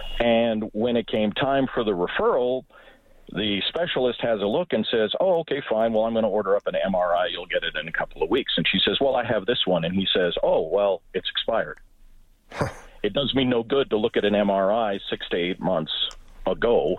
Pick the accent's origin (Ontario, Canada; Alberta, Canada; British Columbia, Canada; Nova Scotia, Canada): Alberta, Canada; Well, I grew up in Alberta, but we were living in Newfoundland at the time.